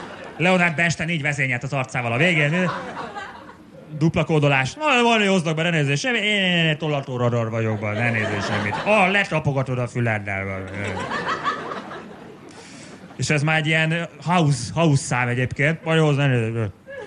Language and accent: Hungarian; Szentlászló, Baranya, Hungary